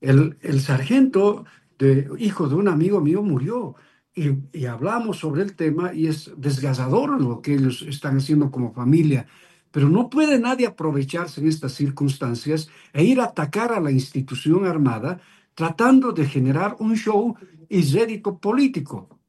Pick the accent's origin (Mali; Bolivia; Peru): Bolivia; Y eso es lo que nosotros como bolivianos que tenemos que comenzar a liberarnos de este tipo de políticos inhumanos